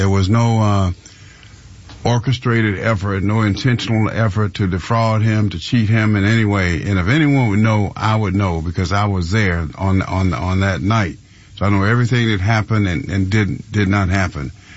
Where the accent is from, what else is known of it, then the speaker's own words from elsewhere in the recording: Haddock, Georgia, United States; I was born in Jones County. And you have to be from, actually a little town is called Haddock. Haddock is a little small place in the road between Gray and Milledgeville. We still don't have a stoplight. We do have a caution light now.